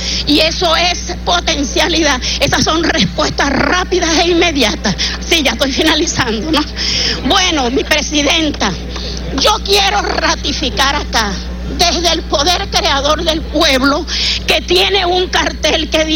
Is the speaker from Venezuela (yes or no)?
yes; Venezuela; con todo el respeto y la dignidad que nos caracteriza como venezolanos